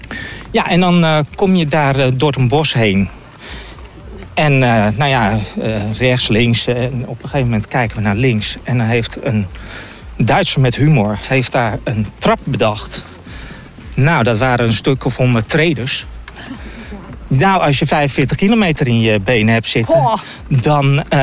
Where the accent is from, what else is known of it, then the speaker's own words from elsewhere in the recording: Haarlem, North Holland, Netherlands; born there; moved away as an adult; now in Groningen, Netherlands; Ik ben een geboren Haarlemmer. En sinds 2015 wel verhuisd naar het Hoge Noorden.